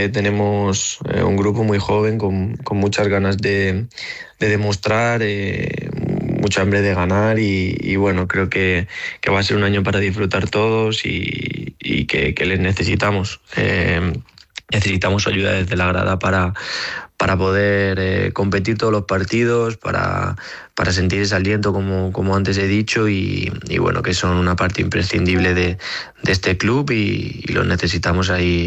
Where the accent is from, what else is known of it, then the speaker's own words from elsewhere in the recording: Castilla-La Mancha, Spain; yo como castellano manchego y de moral de aquí de Ciudad Real